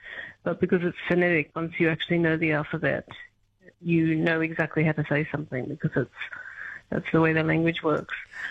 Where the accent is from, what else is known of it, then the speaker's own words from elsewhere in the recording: Australia; now in Czechia; And, you know, as an Australian, 41 isn't such a big deal for me